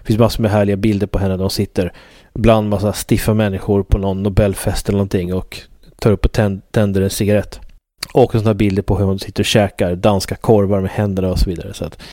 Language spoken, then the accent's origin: Swedish; Sweden; Man är ju avundsjuk som svensk.